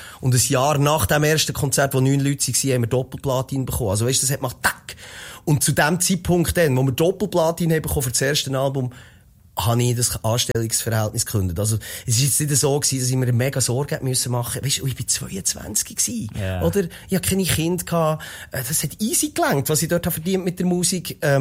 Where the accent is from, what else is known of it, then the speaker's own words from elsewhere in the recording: Interlaken, Bern, Switzerland; ich komme von Interlaken. Interlaken ist zwischen Thuner und Brienzersee den meisten Leuten als riesen Touristenort bekannt.